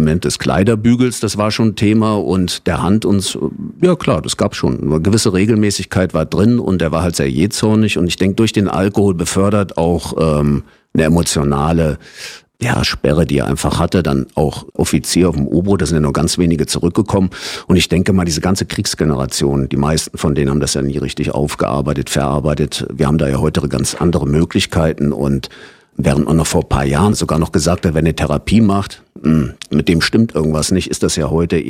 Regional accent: Germany; Ich habe mich immer geschämt, als Jugendlicher Deutscher zu sein, aufgrund der Geschichte, ja.

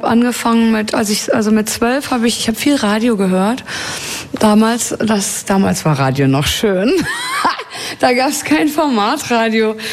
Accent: Hagen, North Rhine-Westphalia, Germany; in meiner Heimatstadt in Hagen in einem Jugendheim.

